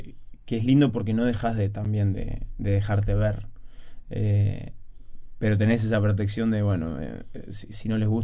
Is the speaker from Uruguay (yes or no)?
yes; Uruguay; También porque somos uruguayos.